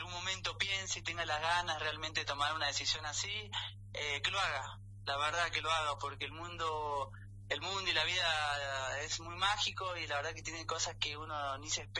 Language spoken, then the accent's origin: Spanish; San José de Jáchal, San Juan, Argentina; now in Guadalajara, Mexico; Realmente pasó una infancia, eso es lo que tiene lindo Hachal, que es muy muy puro en ese lado de una infancia totalmente pura, ¿no? Realmente creo que me tocó vivir eso, y la verdad que después, bueno, de la vida nos fuimos al